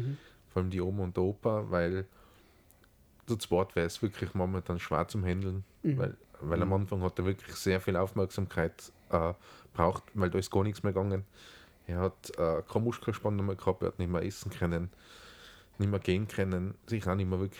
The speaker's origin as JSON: {"language": "German", "region": "Tyrol", "country": "Austria", "said": "Wir sind aus Tirol."}